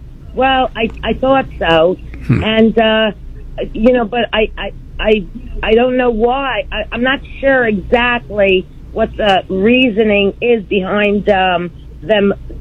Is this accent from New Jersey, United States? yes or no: no; New York, United States; I'm 69. I was born and brought up in New York.